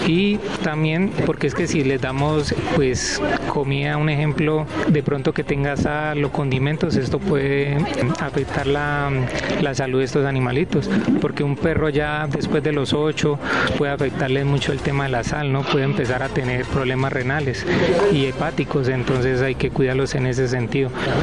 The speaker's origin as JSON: {"language": "Spanish", "town": "Mondomo", "region": "Cauca", "country": "Colombia", "said": "Yo soy de Mondomo, Cauca."}